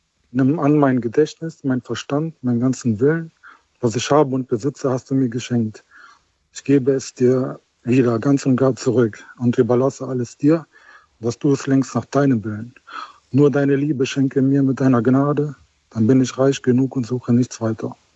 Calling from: Wuppertal, North Rhine-Westphalia, Germany; Ich bin aus Wuppertal

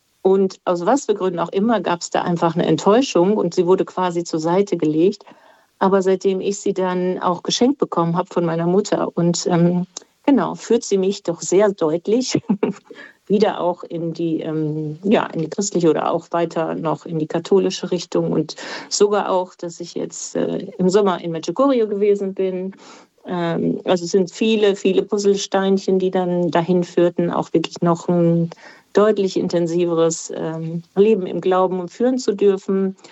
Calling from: Münster, North Rhine-Westphalia, Germany; Ja, ich rufe aus Münster

